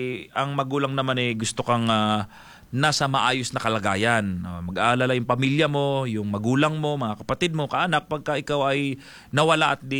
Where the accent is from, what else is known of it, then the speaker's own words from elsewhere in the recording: Mimaropa, Philippines; And so proud bilang Palawenyo po tayo na may nanalo tayong mga taga-Palawan.